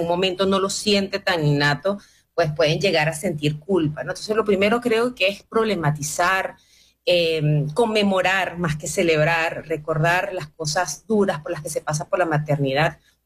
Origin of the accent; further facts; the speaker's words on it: Venezuela; Nosotros como pueblo venezolano llevamos unas heridas